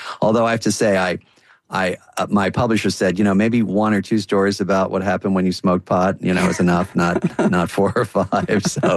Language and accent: English; Plymouth Meeting, Pennsylvania, United States; my mother, who just died a couple of weeks ago, moved out of our house where we grew up outside of Philadelphia in a town called Plymouth Meeting.